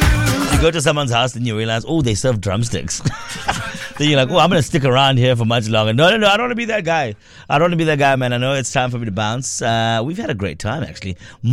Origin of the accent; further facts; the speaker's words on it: Mandeni, KwaZulu-Natal, South Africa; decide that they're going to give us snow in Mandaini. Then I'll drive.